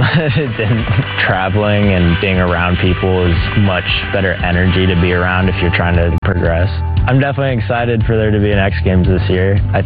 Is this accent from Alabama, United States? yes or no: no; Columbus, Ohio, United States; from Columbus, Ohio, and I'm a professional skateboarder.